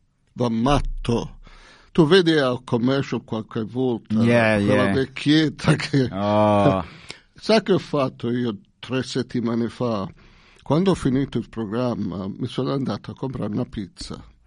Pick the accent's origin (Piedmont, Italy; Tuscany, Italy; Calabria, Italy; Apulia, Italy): Apulia, Italy; Molfetta; born there; moved away; Io sono nato a Molfetta.